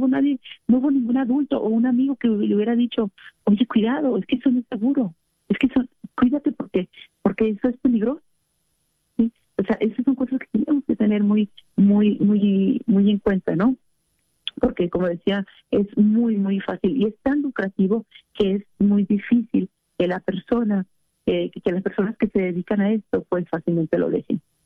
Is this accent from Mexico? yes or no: yes; Chihuahua, Mexico; moved away; Yo, por ejemplo, soy del norte, ahorita vivo aquí, pero soy del norte, soy de Chihuahua.